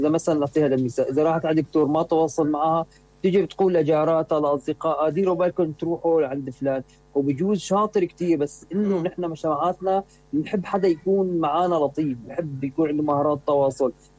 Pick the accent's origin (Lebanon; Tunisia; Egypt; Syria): Syria; بتركيبتنا نحن كمجتمع سوري متعودين على حياة العائلة